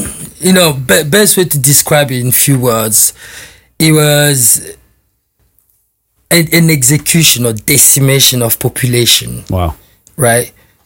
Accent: Brazzaville, Republic of the Congo; also born or lived in France; I was born in 81 in France, and you know, lived a bit of my life there, then then my parents then moved to Africa, to the Republic of Congo, Brazzaville, where basically I would describe it as the best time of my life

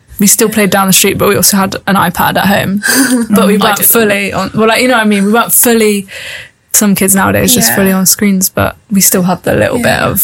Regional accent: Plymouth, South West England, United Kingdom; Yeah, so I'm 19 years old. I am from Plymouth, born and bred, still live in Plymouth.

